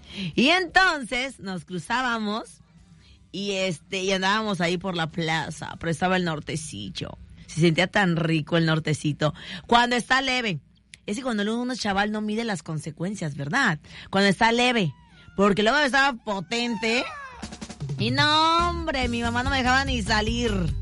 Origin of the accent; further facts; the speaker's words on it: Mérida, Yucatán, Mexico; Yo soy de Mérida y toda mi familia es de acá.